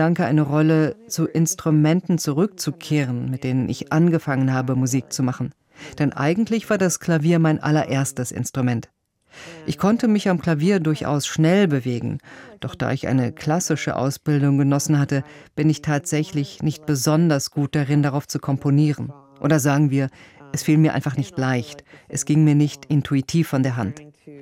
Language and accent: German; Saudi Arabia; moved away; nichts jene Gefühle ersetzen könnte, die ich empfand, als ich noch in Syrien meine Familie besuchte oder als Kind in Saudi-Arabien gelebt habe.